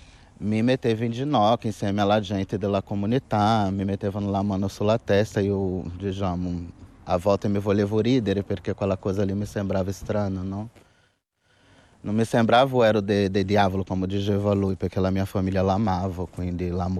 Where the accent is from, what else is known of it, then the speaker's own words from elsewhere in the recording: Brazil; Italian is a second language; moved away as an adult; now in Italy; Vengo da Brasile, ho 37 anni, sono arrivata qui, avevo 18 anni